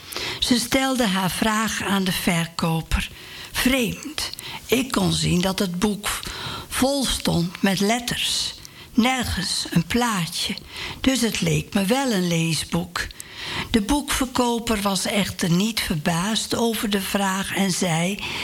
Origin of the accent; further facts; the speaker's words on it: Netherlands; En dat je dat als Nederlander wegens algeheel gebrek aan subtiliteit niet kon herkennen, laat staan appreciëren.